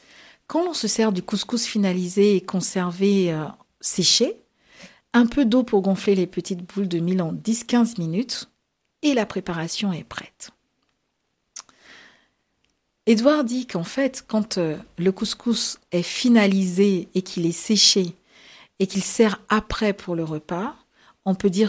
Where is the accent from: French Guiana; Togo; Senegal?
Senegal; Moi aussi, je suis sénégalaise.